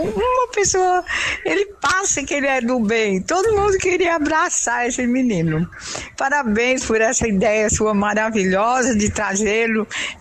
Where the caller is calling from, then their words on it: Praia Grande, São Paulo, Brazil; de Praia Grande, São Paulo.